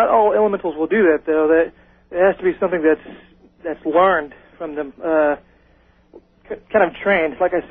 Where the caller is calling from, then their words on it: Indiana, United States; I'm calling from Southern Indiana.